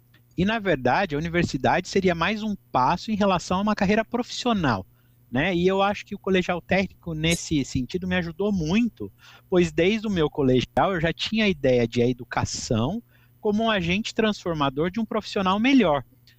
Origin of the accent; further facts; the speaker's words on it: Bauru, São Paulo, Brazil; moved away as an adult; also born or lived in Araraquara; eu sou uma pessoa do interior. Eu sou nascido e criado em Bauru e me mudei para Araraquara para cursar a faculdade.